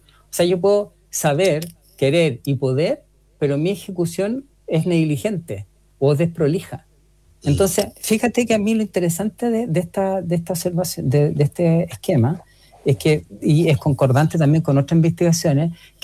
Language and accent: Spanish; Chile; Un país que somos chilenos